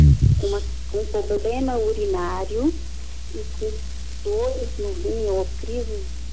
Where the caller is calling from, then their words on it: Indaiatuba, São Paulo, Brazil; Eu falo de Indaiatuba.